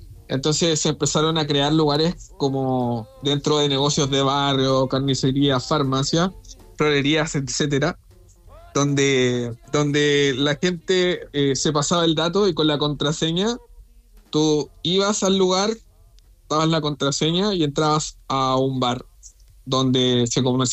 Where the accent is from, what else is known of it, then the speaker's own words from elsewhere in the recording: Chile; como yo soy chileno, me corrijan si es que voy hablando un poquito rápido, porque aquí hablamos un poquito rápido.